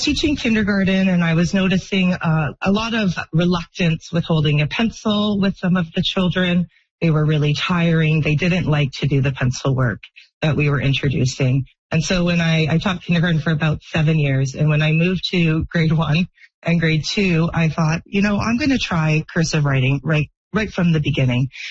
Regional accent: British Columbia, Canada; I grew up in just outside Vancouver.

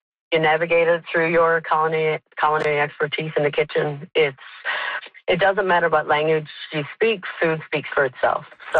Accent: Newfoundland and Labrador, Canada; I take ingredients that I grew up with here in Labrador

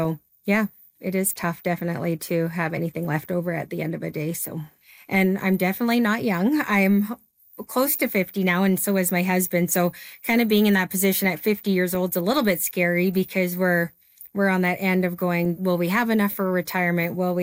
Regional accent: Lethbridge, Alberta, Canada; I am from Lethbridge, Alberta.

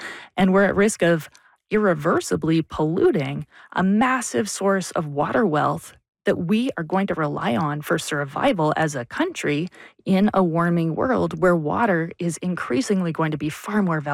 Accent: Vancouver, British Columbia, Canada; moved away; I'm from Vancouver.

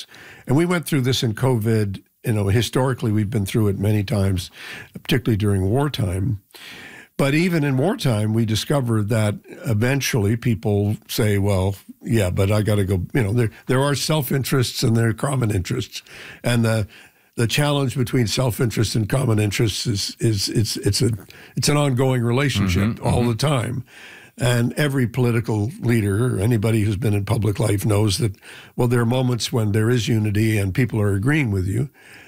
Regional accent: Canada

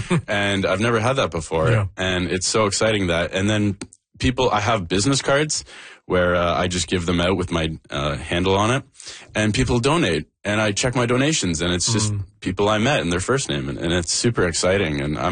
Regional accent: Markham, Ontario, Canada; born there; 1998, I was born in Markham, Ontario, mm-hmm. and shipped right off to Sick Kids Hospital. So I was born premature.

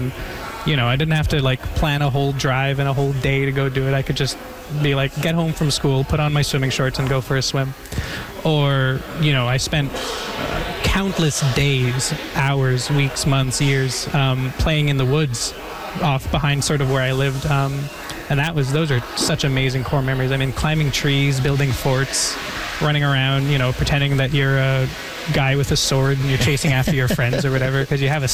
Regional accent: Île-à-la-Crosse, Saskatchewan, Canada; After living in Saskatoon, I realized it was just pure magic.

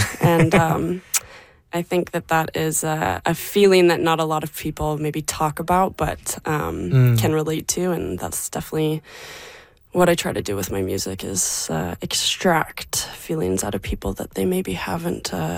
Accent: Salt Spring Island, British Columbia, Canada; I am very, very lucky to have grown up there.

